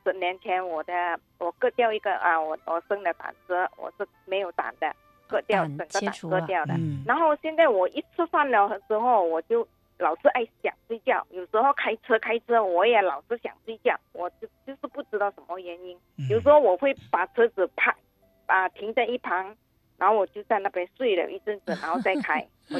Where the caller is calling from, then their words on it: Vancouver, British Columbia, Canada; Chinese is a second language; 我是来自温哥华的加拿大温哥华的 … ，我的国语讲的不是这么